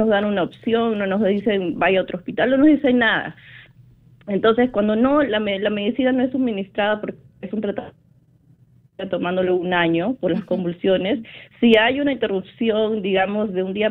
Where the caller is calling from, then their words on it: Lima, Peru; llamo desde Los Olivos.